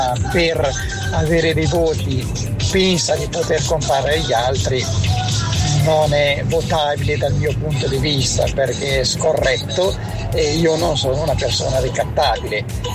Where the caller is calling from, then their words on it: Varallo Pombia, Piedmont, Italy; da Barallo Gombia.